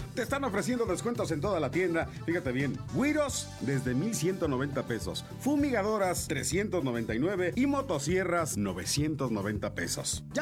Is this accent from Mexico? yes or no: yes; Mexico; Somos mexicanos y somos todos los dueños del país. Nosotros somos los dueños de México, como mexicanos.